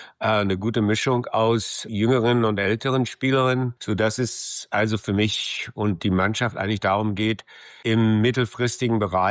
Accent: Berlin, Germany; Es war Lichtenrade. Zuerst bin ich aufgewachsen in Lichtenrade, habe da sehr, sehr früh angefangen, die erste Damenmannschaft zu trainieren.

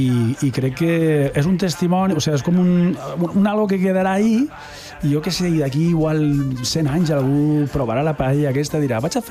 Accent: Vinaròs, Valencian Community, Spain; jo soc de Vinaròs

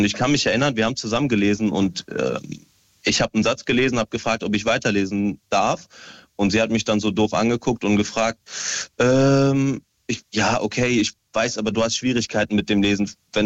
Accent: United Arab Emirates; also born or lived in Syria; now in Germany; Also ich bin ursprünglich aus Syrien. Ich bin aus den Emiraten, aber nach Deutschland gezogen. Ich bin auch dort aufgewachsen.

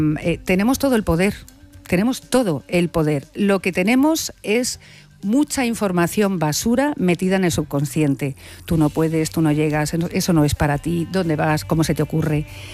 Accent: Madrid, Community of Madrid, Spain; Soy de Madrid.

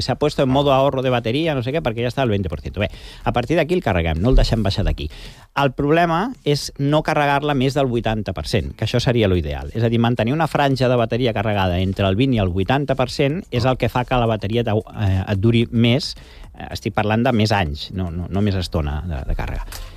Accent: Galicia, Spain; now in Catalonia, Spain; jo soc de Galícia

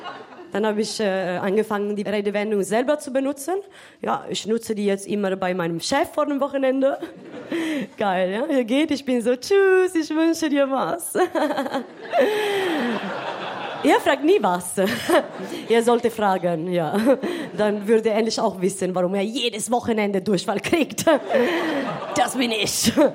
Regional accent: Italy; now in Munich, Germany

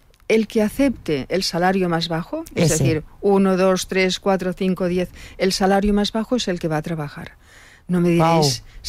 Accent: Barcelona, Catalonia, Spain; Sí, del Turó de la Peira. El primer barrio en el que se cayó un piso por aluminosis.

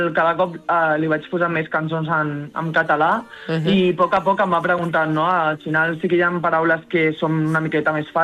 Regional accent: Terrassa, Catalonia, Spain; com soc de Terrassa, viatjo a Barcelona cada dia.

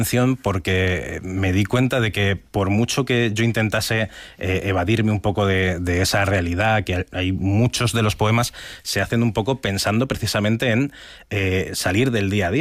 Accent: Talavera de la Reina, Castilla-La Mancha, Spain; sino que decido quedarme un poco en Talavera, que es de donde soy, y marcarme un poco el cómo va a ser mi vida a partir de ahora.

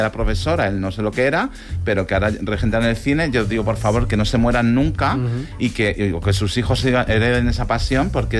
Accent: Villaviciosa de Odón, Community of Madrid, Spain; mi pueblo de aquí de Madrid, Villaviciosa Don, tiene un cine maravilloso de verano

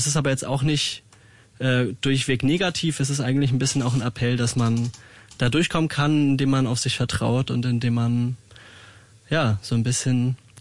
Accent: Schleswig-Holstein, Germany; moved away as an adult; now in Halle, Germany; wir sind aus dem Norden, Jakob und ich, Nähe Kiel und ich bin zum Studium nach Halle gekommen

